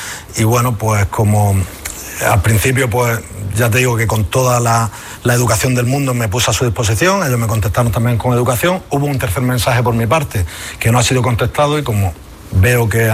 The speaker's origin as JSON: {"language": "Spanish", "country": "Spain", "said": "Pero evidentemente pues yo como español tengo el derecho a, primero, creer en alguien"}